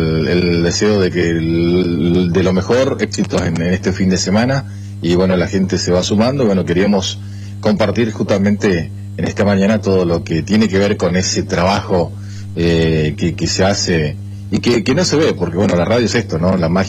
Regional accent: Corrientes, Argentina; Y bueno, como buen correntino, y el día sábado, más allá de la cuestión religiosa, el sábado 19 es el Día Internacional del Chamamé.

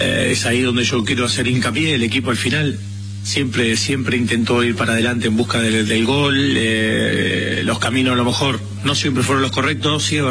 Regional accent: Argentina; Yo lo que digo, primero, nosotros somos Argentina. ¿Qué significa ser Argentina?

